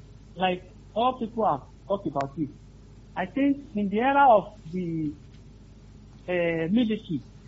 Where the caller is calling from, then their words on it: Nigeria; from Melebu.